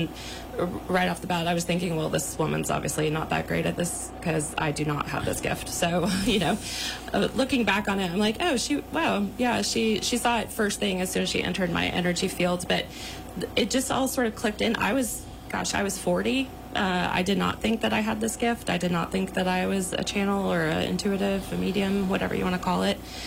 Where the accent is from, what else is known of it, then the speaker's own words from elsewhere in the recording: Texas, United States; now in Portland, Oregon, United States; I grew up in Texas in a super Christian household, but we did go to charismatic churches where there was like the gift of prophecy and speaking in tongues.